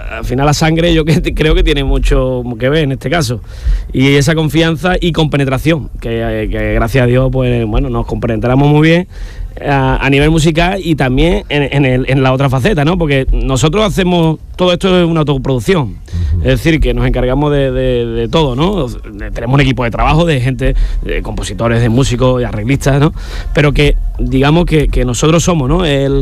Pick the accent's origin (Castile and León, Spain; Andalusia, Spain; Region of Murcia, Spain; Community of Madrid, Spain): Andalusia, Spain; Rincón de la Victoria; nosotros somos de aquí, de Rincón de la Victoria, de Málaga, un pueblo marinero donde se vive la Virgen del Carmen